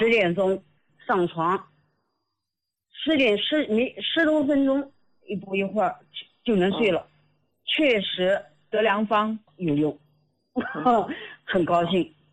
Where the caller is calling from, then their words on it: Nanjing, Jiangsu, China; 我是南京的听众